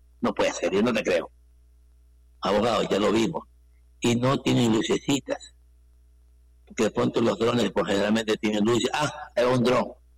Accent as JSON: {"language": "Spanish", "town": "Guayaquil", "region": "Guayas", "country": "Ecuador", "tie": "born or raised there", "lives_now": "Durán, Ecuador", "said": "yo como guayacense, como guayaquileño, porque yo nací en Guayaquil, ahora vivo en Durán. Nací en Guayaquil, un barrio muy popular, las cinco esquinas. Y me siento orgulloso como guayaquileño"}